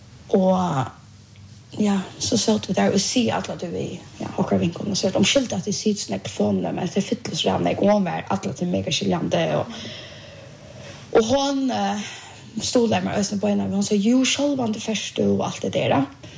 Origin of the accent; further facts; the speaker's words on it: Bulgaria; Swedish is a second language